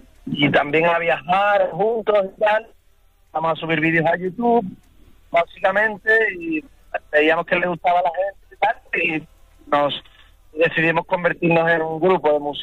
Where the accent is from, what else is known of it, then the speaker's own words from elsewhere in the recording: Seville, Andalusia, Spain; un grupo que tiene sangre del sur de España, claro. Y tal, pero somos gente de Sevilla